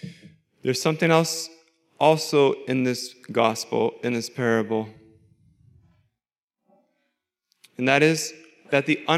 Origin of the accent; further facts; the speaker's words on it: Post Falls, Idaho, United States; I come from Post Falls, we know that there are families